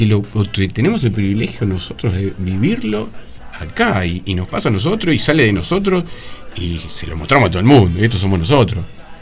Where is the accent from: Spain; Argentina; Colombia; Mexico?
Argentina; lo que nos pasa a nosotros como argentinos